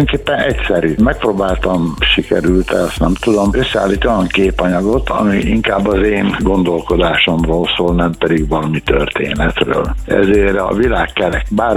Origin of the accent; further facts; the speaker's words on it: Mórahalom, Csongrád-Csanád, Hungary; moved away; Ez is viszonylag egyszerű, egyrészt ott nőttem fel. Mármint kiskoromban ott nőttem meg, és gimnastakorom még Móra-halmon és a környékén.